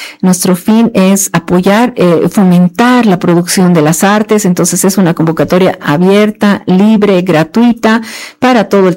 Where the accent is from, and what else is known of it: Bolivia